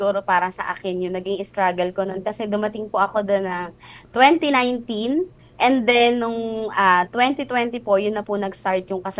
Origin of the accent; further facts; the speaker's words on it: Bongabon, Central Luzon, Philippines; Dito po ako sa bayan ng Bungabon, dito sa Nueva Ecija.